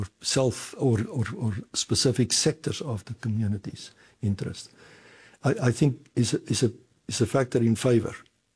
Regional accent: South Africa; I mean, I'm an Afrikaner from South Africa myself, and I can say that I've never experienced something of that kind.

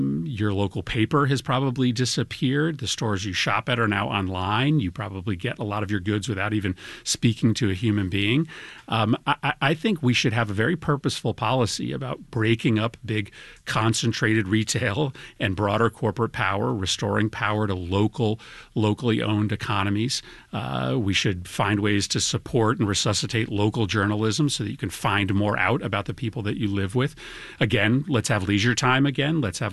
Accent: Wethersfield, Connecticut, United States; my hometown of Wethersfield just a few days ago, a place that I grew up in that was very unique.

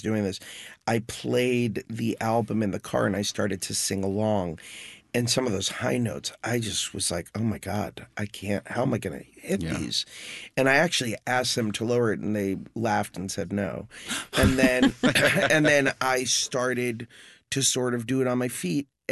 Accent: Omaha, Nebraska, United States; I grew up in Omaha, Nebraska.

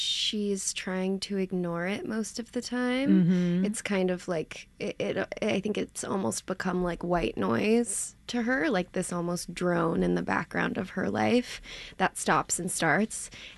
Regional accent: New York City, New York, United States; I grew up in New York City

